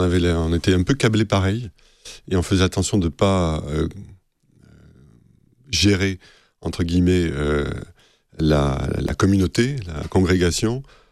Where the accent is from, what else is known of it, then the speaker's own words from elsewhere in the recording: Cannes, Provence-Alpes-Côte d'Azur, France; moved away as an adult; also born or lived in Czechoslovakia; now in Nice, France; J'ai grandi dans une famille chrétienne de la région. Je suis né à Cannes.